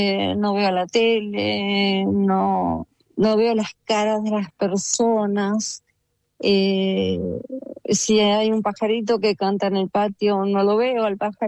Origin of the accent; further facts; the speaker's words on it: José C. Paz, Buenos Aires Province, Argentina; born there; now in San Miguel, Argentina; No, yo nací en José C. Paz, pero viví en varios lugares porque mi marido es militar, ahora está retirado.